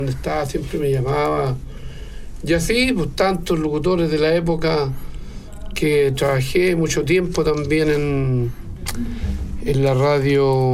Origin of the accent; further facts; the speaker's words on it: Montero, Santa Cruz, Bolivia; A mí nunca me han hecho reconocimiento en mi pueblo, en Montero.